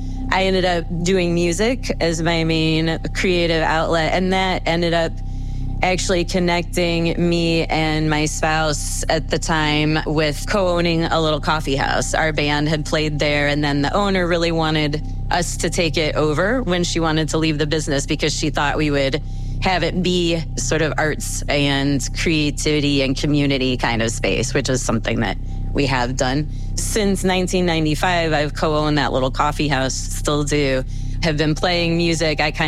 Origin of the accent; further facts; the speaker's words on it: Ohio, United States; now in Madison, United States; I am in Madison, Wisconsin. So I grew up in Ohio, and I guess I was sort of in a regular white middle class family, kind of going up the corporate ladder, I suppose.